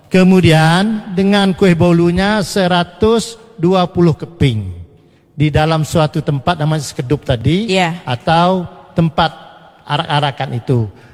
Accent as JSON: {"language": "Indonesian", "region": "Riau Islands", "country": "Indonesia", "said": "di kampung kami Serasan"}